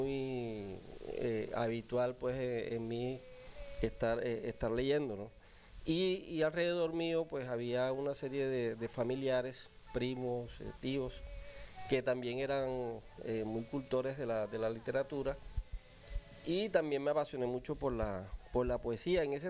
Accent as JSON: {"language": "Spanish", "town": "Cereté", "region": "Córdoba", "country": "Colombia", "tie": "born or raised there", "said": "salí de mi tierra, de CRT, y conocí muchos otros municipios, otros departamentos. Y regresé"}